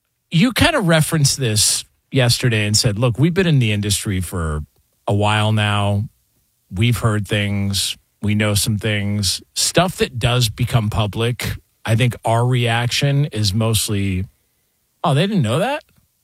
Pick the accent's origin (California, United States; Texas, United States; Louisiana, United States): California, United States; Like, man, I grew up in Southern California.